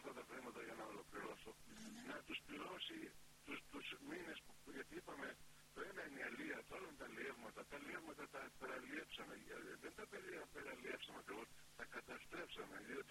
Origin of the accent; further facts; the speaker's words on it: Ikaria, North Aegean, Greece; εγώ τώρα είμαι από την Ικαρία, ταξιδεύω στον Αιγαίο πόσα χρόνια εδώ πέρα.